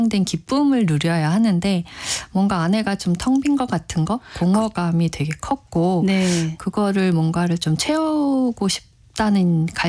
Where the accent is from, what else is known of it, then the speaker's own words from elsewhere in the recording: Seoul, South Korea; 제가 이제 집이 이제 본가가 서울인데요.